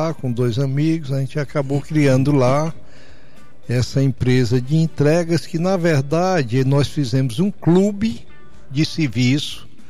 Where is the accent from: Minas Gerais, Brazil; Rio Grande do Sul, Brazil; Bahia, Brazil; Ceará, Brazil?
Ceará, Brazil; Fortaleza; born there; also born or lived in João Pessoa; Eu sou cearense, nascido em Fortaleza, descendente de paraibanos e cajazeiras, na Paraíba, tá certo? Meu pai é baiano, apesar de ser filho de cajazeirense também.